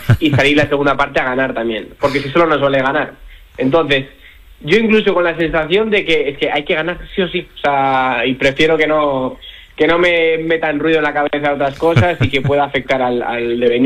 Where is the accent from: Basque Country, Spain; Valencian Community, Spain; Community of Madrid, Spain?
Basque Country, Spain; Bilbao; soy de Bilbao